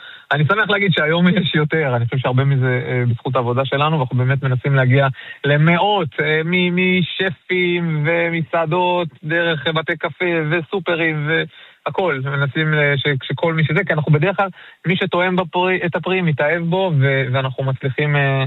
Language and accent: Hebrew; Central District, Israel; אנחנו אמנם ממושב כפרס